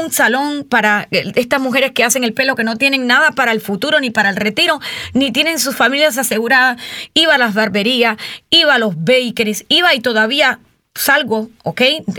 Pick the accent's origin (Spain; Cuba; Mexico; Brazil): Cuba; Yo soy cubana, pero me quedé sin papá cuando tenía 10 años. Inmigró a los Estados Unidos y me quedé con una hermanita y una mamá.